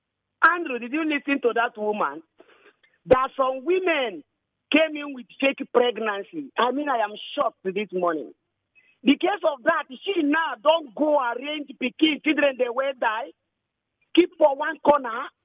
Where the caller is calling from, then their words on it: Etche, Rivers, Nigeria; I'm calling from Eche.